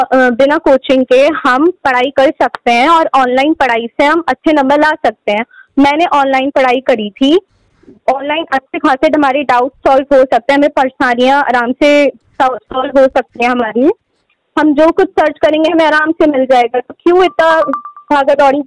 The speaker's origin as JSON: {"language": "Hindi", "town": "Rampur", "region": "Uttar Pradesh", "country": "India", "said": "और मैं रामपुर से हूँ।"}